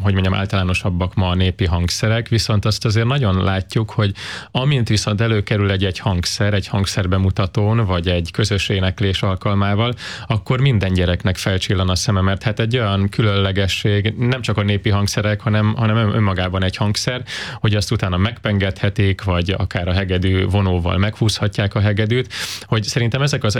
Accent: Nova, Zala, Hungary; én magam is egyébként Zalából származom, a gyermekkoromat Nován töltöttem, és hát Nova egyébként a Göcsei szíve

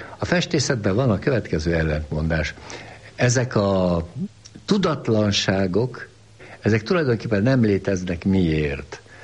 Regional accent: Hungary; born there; A tény, ugye, hogy Magyarországon születtem, hogy magyar szüleim voltak, ugye, hogy magyar tájképet ismertem, hogy a magyar gyümölcsöket ettem

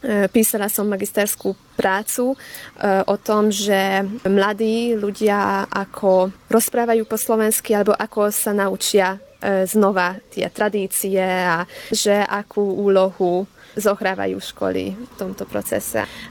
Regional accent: Tótkomlós, Békés, Hungary; now in Budapest, Hungary; pochádzam zo slovenského Komloša, teraz bývam v Budapešti

